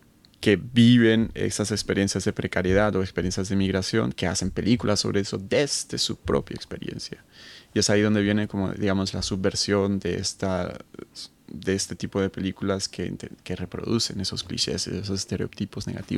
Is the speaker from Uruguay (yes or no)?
no; Colombia; also born or lived in Spain; yo soy colombiano-español, ustedes son chilenos